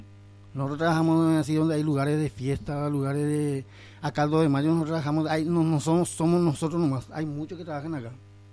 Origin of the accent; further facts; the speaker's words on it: Pedro Juan Caballero, Amambay, Paraguay; Todos somos de Pedro Juan. Acá nosotros vivimos, acá tenemos nuestra familia y todo.